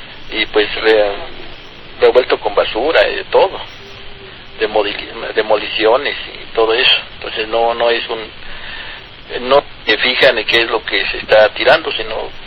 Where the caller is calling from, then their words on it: Huixquilucan, State of Mexico, Mexico